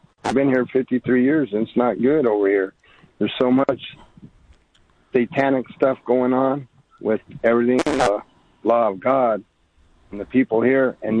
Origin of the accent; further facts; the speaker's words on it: Las Vegas, Nevada, United States; now in San Diego, United States; I'm 66, and I grew up in Las Vegas.